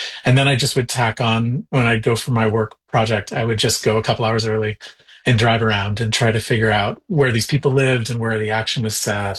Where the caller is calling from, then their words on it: Nova Scotia, Canada; I am calling you from Cape Breton today.